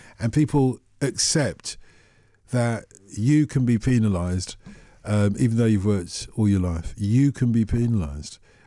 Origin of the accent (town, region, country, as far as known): United Kingdom